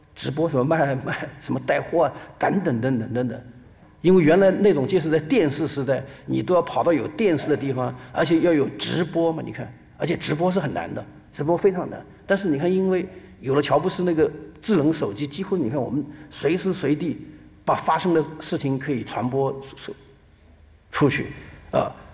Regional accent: China; 尤其是我这一代的中国人，就是我们基本上是在一个非常西化的一个环境下成长的。

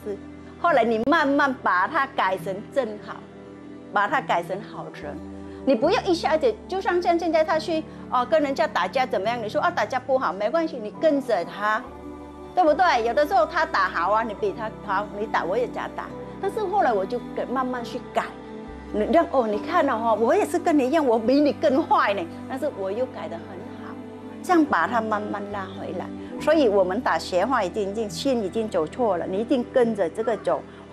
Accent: Vietnam; Chinese is a second language; now in Taiwan

